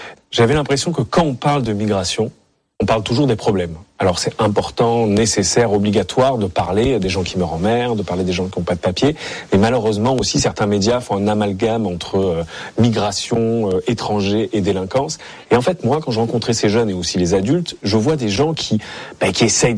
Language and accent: French; Marseille, Provence-Alpes-Côte d'Azur, France; born there; moi, je suis né à Marseille, je vis à Marseille maintenant.